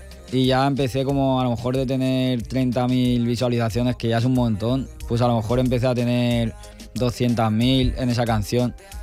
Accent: Aldaia, Valencian Community, Spain; yo en aquí, en Aldaya, en mi pueblo

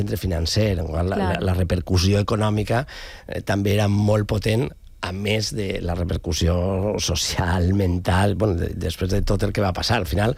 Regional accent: Alcoy, Valencian Community, Spain; moved away; jo soc d'Alcoi, com alguns més, i jo vaig tornar justament per al mig any. Jo vaig arribar a Alcoi

